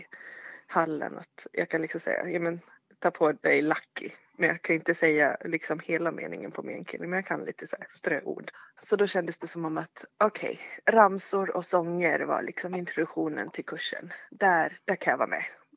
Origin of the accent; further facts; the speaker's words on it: Småland, Sweden; also born or lived in Denmark; Jag är dansk smålänning, så vi pratar redan ganska många språk i huset.